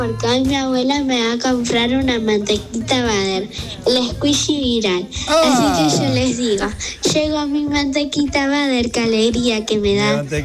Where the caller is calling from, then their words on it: Castelfranco, Argentina; de Castelfranco.